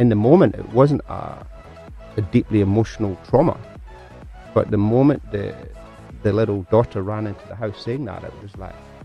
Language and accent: English; Scotland, United Kingdom; I grew up in Scotland in the 1960s. As a black kid.